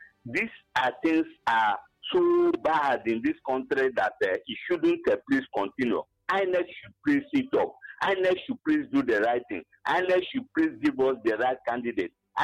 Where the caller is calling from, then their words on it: Enugu State, Nigeria; I'm calling from Abopanik Enugu.